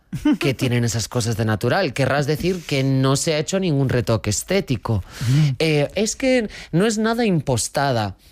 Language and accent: Spanish; León, Castile and León, Spain; born there; also born or lived in Mallorca; Nací en León capital. Uh-huh. Me cumplí el año en Mallorca y durante la mayor parte de mi vida he estado visitando cada Navidad y cada verano León